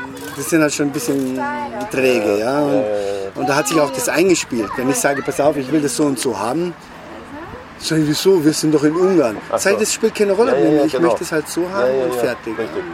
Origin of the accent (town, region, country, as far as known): Germany; moved away as an adult; now in Hungary